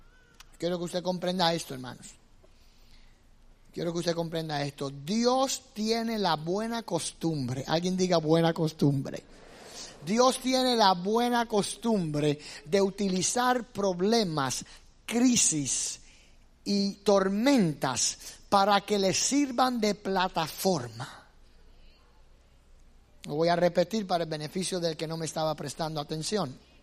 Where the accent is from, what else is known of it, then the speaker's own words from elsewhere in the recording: Puerto Rico; Puerto Rico, de donde yo vengo